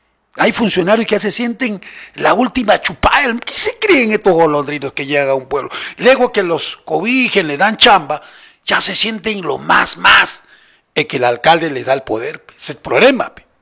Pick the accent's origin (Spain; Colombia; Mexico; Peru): Peru; Ilabaya, Tacna; moved away; Qué pena por mi tierra, en La Valla